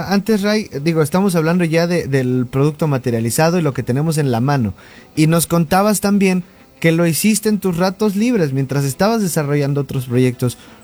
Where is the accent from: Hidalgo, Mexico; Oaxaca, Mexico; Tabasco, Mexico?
Hidalgo, Mexico; de donde soy, en este caso de Hidalgo